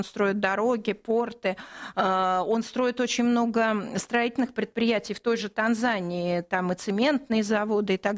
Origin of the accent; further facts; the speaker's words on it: Russia; я сказала, что я из России